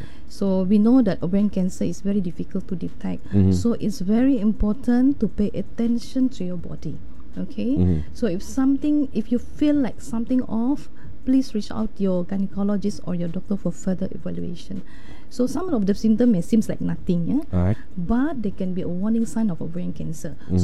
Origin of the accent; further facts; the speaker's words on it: Semporna, Sabah, Malaysia; I'm originally from Semporna.